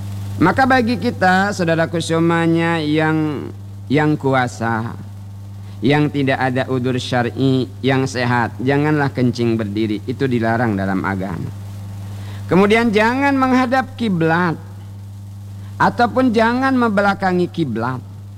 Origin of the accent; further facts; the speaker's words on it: Bangka Belitung Islands, Indonesia; Kata kita orang Bangka, bebula.